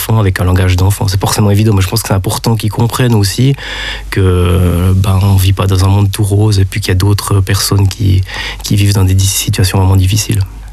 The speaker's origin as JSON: {"language": "French", "country": "Switzerland", "said": "en tant que bon Suisse bien formaté"}